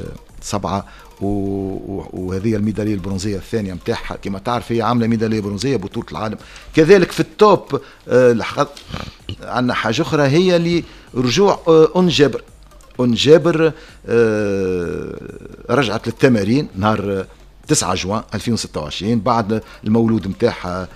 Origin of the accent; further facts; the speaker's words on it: Tunisia; احنا في تونس